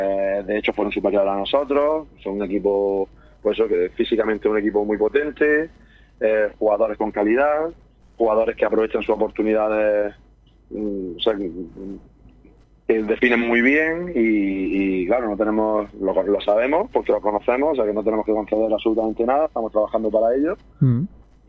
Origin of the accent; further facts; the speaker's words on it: Aguadulce, Andalusia, Spain; Yo soy de Agua Dulce toda la vida. Yo jugué en Agua Dulce cuando era un niño.